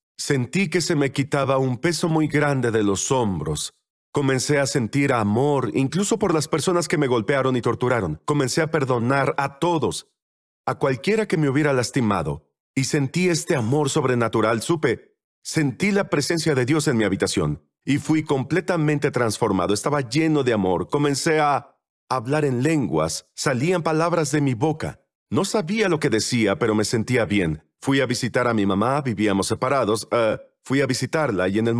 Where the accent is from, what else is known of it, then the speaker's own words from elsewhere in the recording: Iran; now in United States; soy de Irán, era musulmán, y creo en Jesús, ahora soy cristiano.